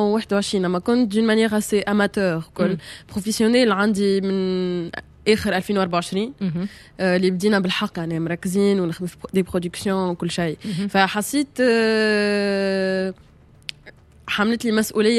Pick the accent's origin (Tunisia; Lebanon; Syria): Tunisia; مثلا انا كتونسيه حتى كنغني بلهجات ولا فصحى